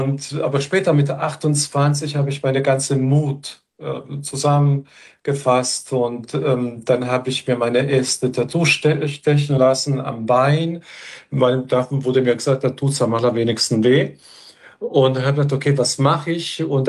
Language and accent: German; Bosnia & Herzegovina; Ich bin als Kind in die Kirche gegangen, jeden Tag in die Kirche gegangen. Bei uns durfte man Messdiener schon werden, wenn man irgendetwas so tragen durfte, also vor der Erstkommunion. Ich bin, glaube ich, Messdiener so mit 5 oder 6 geworden. Und wenn ich mich an Bosnien, an meine Kindheit